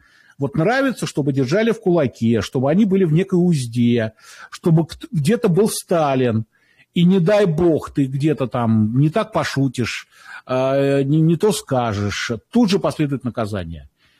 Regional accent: Moscow, Russia; хотя я сам москвич и родом из Москвы, и большую часть жизни там прожил.

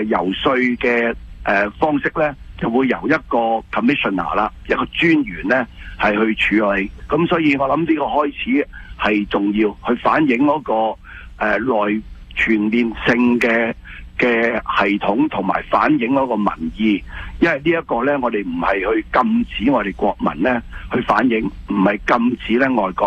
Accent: Canada; 我哋加拿大人咧

